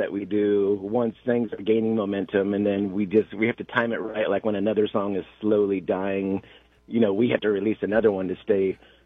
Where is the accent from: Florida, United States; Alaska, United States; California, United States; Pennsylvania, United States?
California, United States; born there; I wasn't born. I was born in Southern California.